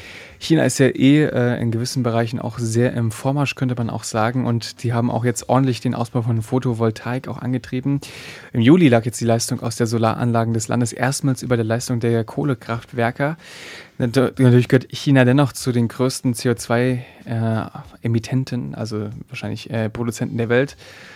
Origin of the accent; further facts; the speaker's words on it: Berlin, Germany; Ich komme aus Berlin